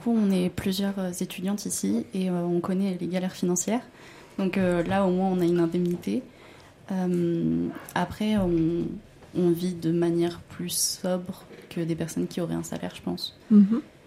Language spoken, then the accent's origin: French; Auvergne-Rhône-Alpes, France; moved away; also born or lived in Belgium; Non, je suis originaire de l'Isère. D'accord. Je suis allée en Belgique et puis après...